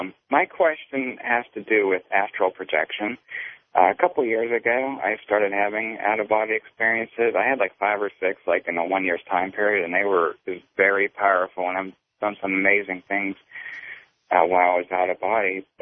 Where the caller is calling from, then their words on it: Pittsburgh, Pennsylvania, United States; I'm calling from Pittsburgh.